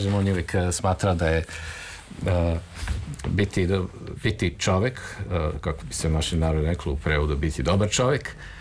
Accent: Belgrade, Serbia; Moj prvi dom, ja sam rođen u Beogradu i prvi dom je bio na Slavi

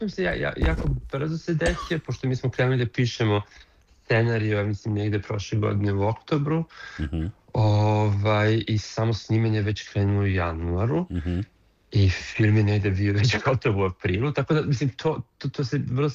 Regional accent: Serbia; now in Berlin, Germany; pošto ja sam iz Srbije, hoda iz Irana, ali mi se znamo iz Berlina, pošto ja živim u Berlinu iz 10 godina

